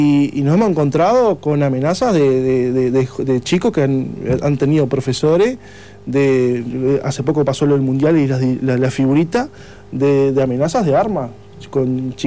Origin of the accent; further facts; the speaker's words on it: Maldonado, Uruguay; Cuando yo me crié en Maldonado Nuevo, cuando yo era chico, que había asentamiento